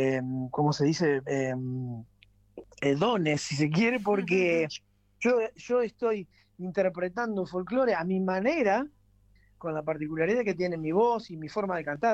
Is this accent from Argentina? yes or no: yes; Argentina; primero que todo somos argentinos.